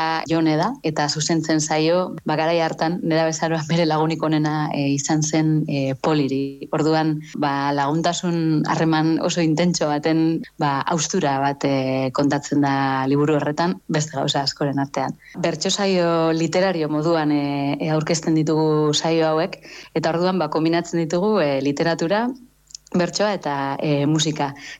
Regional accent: Basque Country, Spain; hemen ni bizkaitarra naiz

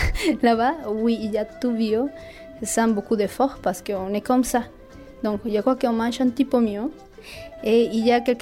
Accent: Bolivia; first language Spanish; French is a second language; moved away as an adult; now in France

